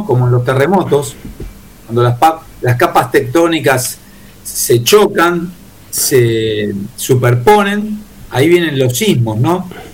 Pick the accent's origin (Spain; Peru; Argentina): Argentina